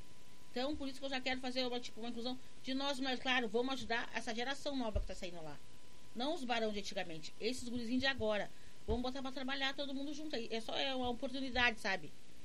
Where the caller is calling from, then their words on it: Brazil; Eu moro na Vila Brasil, eu não tô no bairro